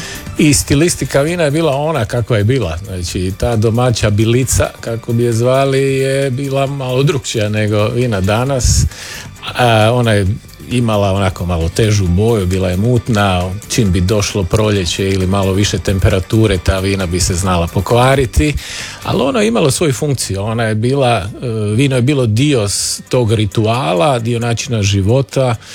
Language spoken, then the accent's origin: Croatian; Split, Split-Dalmatia County, Croatia; born there; kad sam se ja rodio, mama je bila u Vranjicu i ja sam rođen u Splitu